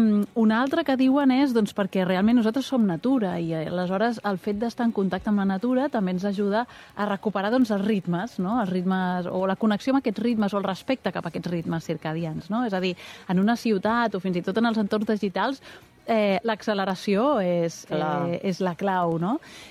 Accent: Barcelona, Catalonia, Spain; jo he crescut a Barcelona

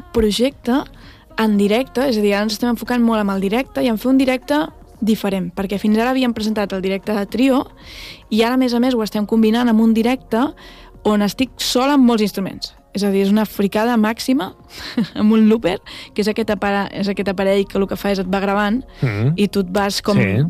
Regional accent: Catalonia, Spain; moved away as an adult; now in Llagostera, Spain; jo també em considero d'aquí

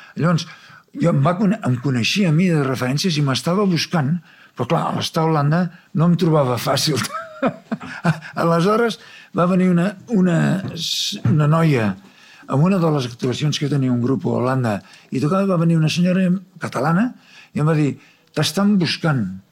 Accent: Barcelona, Catalonia, Spain; moved away as an adult; now in Netherlands; jo sóc molt català i sóc molt de Barcelona i m'adono que, esclar, el fet que estic a Holanda

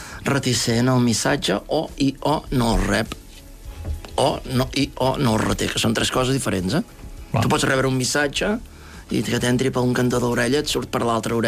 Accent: Arenys de Mar, Catalonia, Spain; Sí, és Maresme, sí. És Arenys de Mar, que és el darrer poble del Bisbat de Girona.

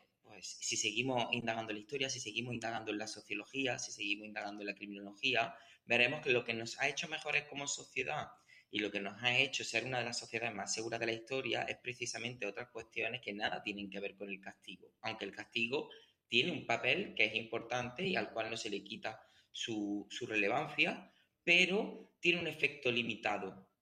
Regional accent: Andalusia, Spain; moved away as an adult; quería irme de mi pueblo. Yo soy de un pueblo de Jaén

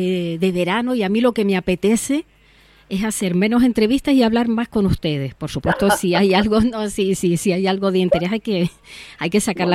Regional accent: Canary Islands, Spain; now in Vega de San Mateo, Spain; que tenemos los canarios, hablamos con ese, todo el mundo.

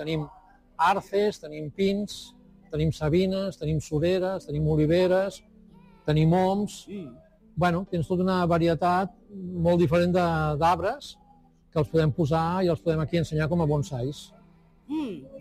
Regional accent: Vilassar, Catalonia, Spain; jo sóc de Vilassar.

